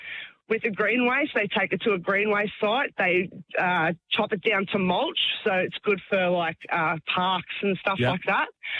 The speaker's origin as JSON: {"language": "English", "town": "Werribee", "region": "Victoria", "country": "Australia", "said": "So I'm from Werribee, and we've got three bins."}